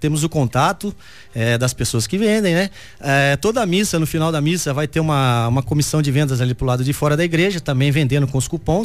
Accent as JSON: {"language": "Portuguese", "town": "Avaré", "region": "São Paulo", "country": "Brazil", "said": "eu sou de Avaré mesmo."}